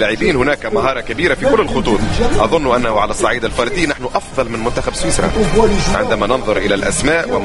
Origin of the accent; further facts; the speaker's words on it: Algeria; وبالنسبة لنا كجزائريين